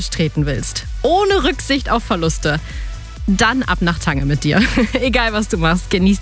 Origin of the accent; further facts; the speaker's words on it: Lower Saxony, Germany; Das ist ja meine Heimat, das schöne Ammerland.